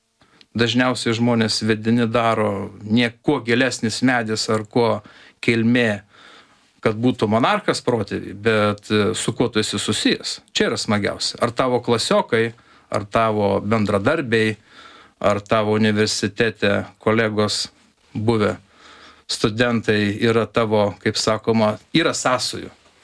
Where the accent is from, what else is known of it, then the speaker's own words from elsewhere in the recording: Anykščiai, Utena County, Lithuania; aš kilęs iš Anykščių, aš kai parvažiuoju Anykščius, tai aš, kaip sakoma, gatvėj, manau, kad ten beveik visi yra susiję.